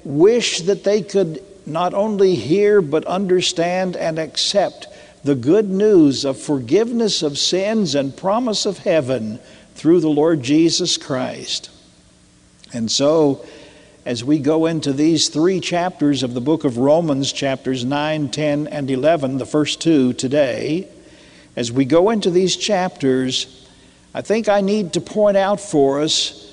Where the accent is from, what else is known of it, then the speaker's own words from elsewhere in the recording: United States; I am an American and I love America